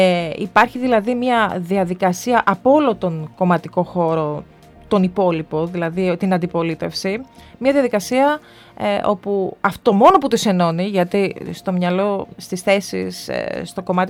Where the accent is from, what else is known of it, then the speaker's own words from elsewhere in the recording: Eastern Macedonia and Thrace, Greece; επειδή εγώ είμαι και από το Βορρά, εγώ είμαι από τον Εύρο ας το πούμε...